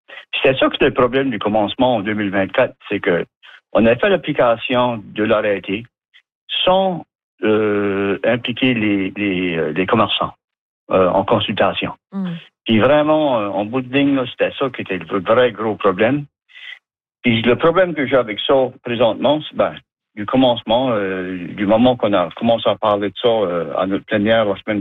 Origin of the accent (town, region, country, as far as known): Canada